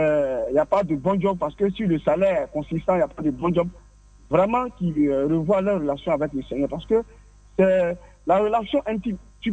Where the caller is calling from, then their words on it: Abidjan, Côte d’Ivoire; Depuis la Riviera Faya.